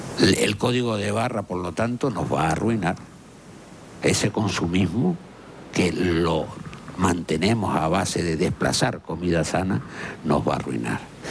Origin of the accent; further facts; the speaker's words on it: Canary Islands, Spain; los canarios somos de 17 comunidades, los primeros en consumo de mantequilla